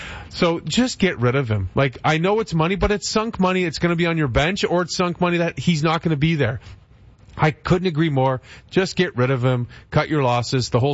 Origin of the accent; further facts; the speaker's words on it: Toronto, Ontario, Canada; growing up in Toronto, I didn't have an NFL team.